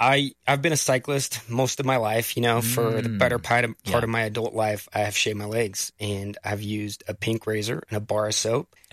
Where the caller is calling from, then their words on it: Salt Lake City, Utah, United States; I'm calling in from Salt Lake City, Utah.